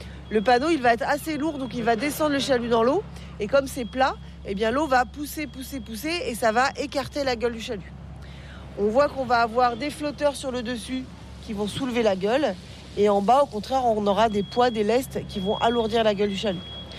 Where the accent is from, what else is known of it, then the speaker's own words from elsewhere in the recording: Brittany, France; On dit le bao, sinon chez nous en Bretagne.